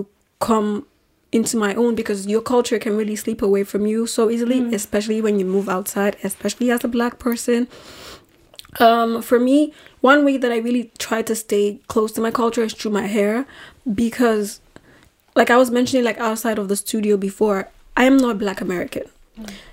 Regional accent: Nigeria; moved away; I grew up in Nigeria. I wasn't black until I moved out of Nigeria.

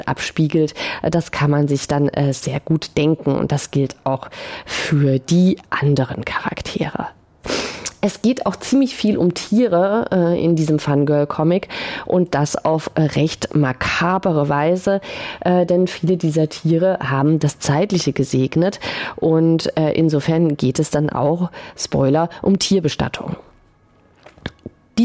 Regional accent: Stuttgart, Baden-Württemberg, Germany; als Stuttgarterin

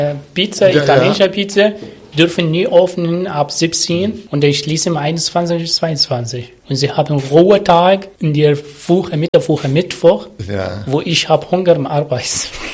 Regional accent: Abu Dhabi, United Arab Emirates; German is a second language; now in Germany; weil das ist meine Heimat in Abu Dhabi, über alle.

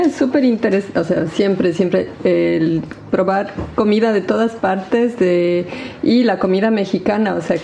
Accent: Ecuador; now in Germany; yo soy ecuatoriana, ¿no?, de nacimiento y crecí en Ecuador

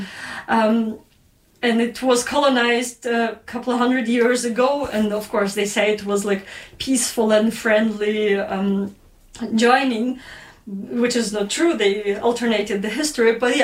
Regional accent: Western Ukraine, Ukraine; we come from different regions of Ukraine. I'm from the West, where the culture and language was more preserved.

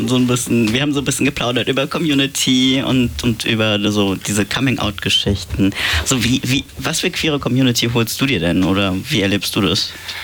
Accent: Harburg, Hamburg, Germany; ich komme aus Harburg

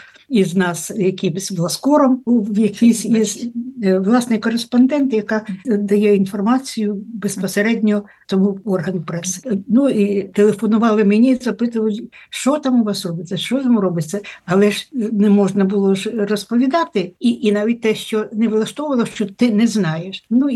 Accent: Chornobyl, Kyiv Oblast, Ukraine; А я стою, кажу, дуже добре, то я з Чорнобиля, ось зараз. Я що, чорна?

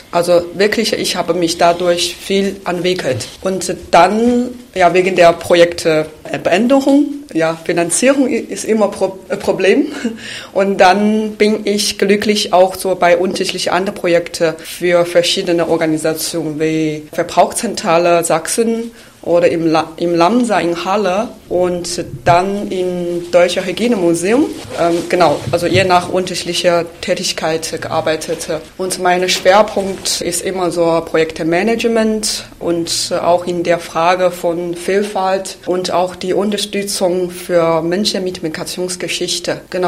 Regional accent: China; German is a second language; moved away as an adult; now in Saxony, Germany; Ich komme aus China. Mhm. Ich bin seit 2016 nach Deutschland gekommen, auch in Sachsen.

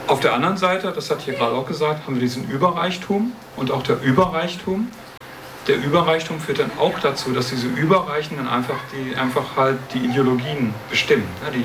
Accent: Münster, North Rhine-Westphalia, Germany; Also ich komme aus Münster, also ohne Neu. Ich komme aus Münster und in Münster ist eine Studierendenstadt.

